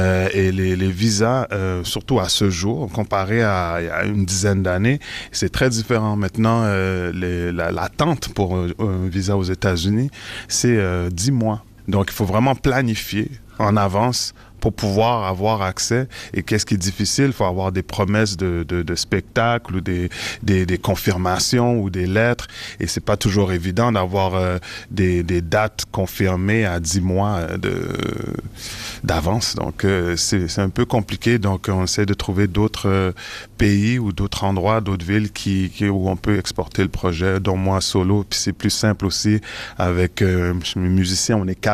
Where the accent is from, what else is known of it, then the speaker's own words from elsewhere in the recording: Montreal, Quebec, Canada; born there; je suis né à Montréal, de parents d'origine haïtienne.